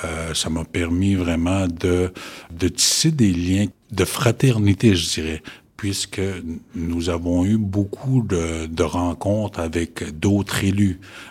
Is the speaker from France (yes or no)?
no; Uashat mak Mani-utenam, Quebec, Canada; moved away as an adult; now in Matimekosh, Canada; Je suis originaire de Washat Makmaliotenam. Oui, je viens d'ici et j'ai déménagé à Matimekosh récemment, oui.